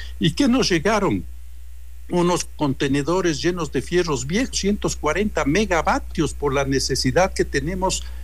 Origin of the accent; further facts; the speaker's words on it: Ambato, Tungurahua, Ecuador; como ecuatoriano, como ambateño